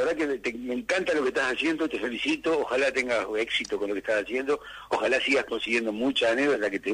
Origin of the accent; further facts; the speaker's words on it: Concepción del Uruguay, Entre Ríos, Argentina; nos represente como Concepción de Uruguay.